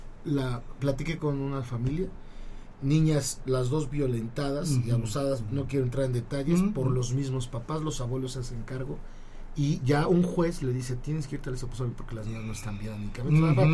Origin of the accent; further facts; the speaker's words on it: Puebla, Mexico; los poblanos